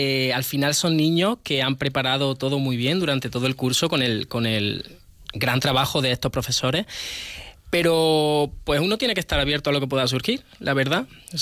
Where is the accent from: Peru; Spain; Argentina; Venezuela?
Spain; Granada, Andalusia; now in Madrid, Spain; encantado de venir desde Madrid. Soy de Granada, pero vivo en Madrid y normalmente estoy allí trabajando